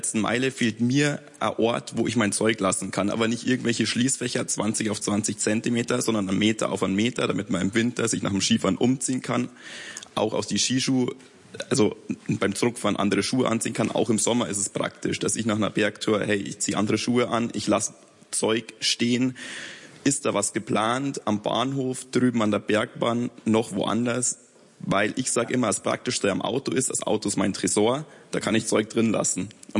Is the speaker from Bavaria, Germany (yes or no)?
yes; Lenggries, Bavaria, Germany; ich bin aus Lenggries